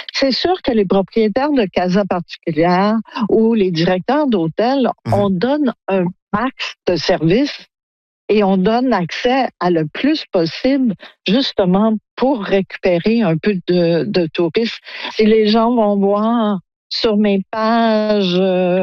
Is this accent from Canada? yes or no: yes; Quebec, Canada; moved away; il y a beaucoup de gens qui me connaissent vu que je suis québécoise et que je suis ici depuis 15 ans